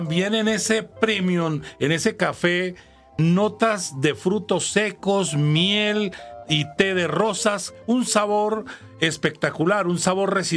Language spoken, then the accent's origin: Spanish; Boyacá, Colombia; el norte de Boyacá tiene un municipio que se llama Guacamayas, y ahí está ese café de mi tierra